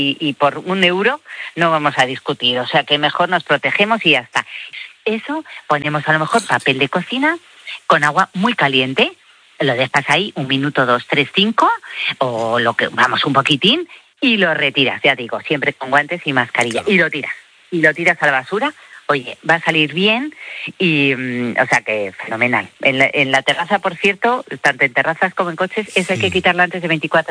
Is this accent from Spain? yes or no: yes; Spain; De la Vera, por supuesto, que para eso somos españoles y vamos a tirar a nuestras tierras.